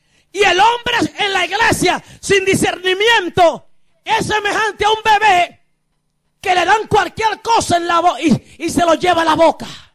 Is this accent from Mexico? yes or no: no; Dominican Republic; moved away; Cuando yo me crié en mi país, República Dominicana, yo vivía frente a una iglesita.